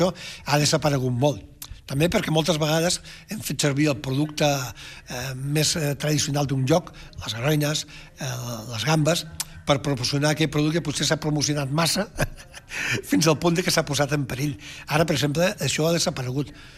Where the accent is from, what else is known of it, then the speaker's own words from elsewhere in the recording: Catalonia, Spain; I, bueno, som cuiners catalans.